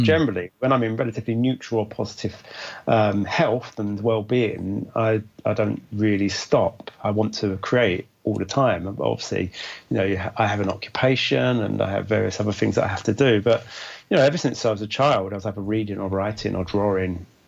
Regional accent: London, United Kingdom; I grew up in London, and that's what I know. I know East London, yeah. West London, Central London, South London.

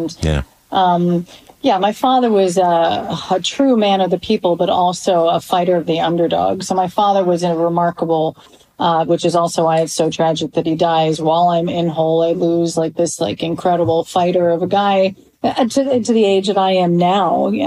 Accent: Canada; My parents, I was raised in Canada, fully indoctrinated to doubt everything in the U.S.

